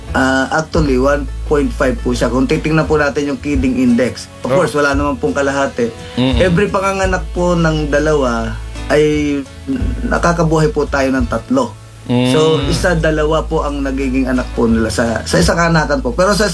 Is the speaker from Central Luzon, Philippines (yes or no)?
yes; Cabiao, Central Luzon, Philippines; Actually, sir, ang hometown ko is Cabiao. Pero ang aking farm po sa kasalukuyan ay nandito po sa Bacolor, Pampanga.